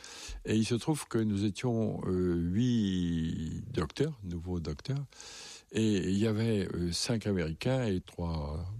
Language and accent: French; France; Alors j'ai dit, non, je suis français